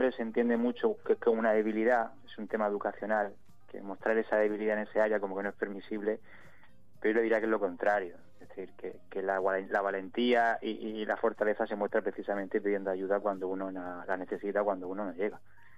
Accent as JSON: {"language": "Spanish", "region": "Region of Murcia", "country": "Spain", "said": "llevamos aquí más de 20 años en la región, somos todos murcianos"}